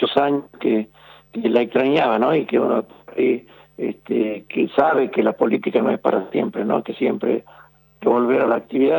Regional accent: northern Argentina, Argentina

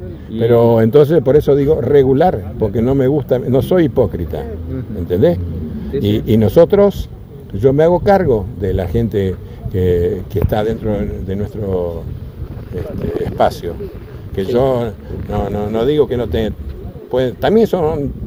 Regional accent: Selva, Santiago del Estero, Argentina; yo soy todavía intendente en Selva hasta el 31 de octubre, es mi pueblo, que se caracteriza por el orden, el respeto, la convivencia, la solidaridad

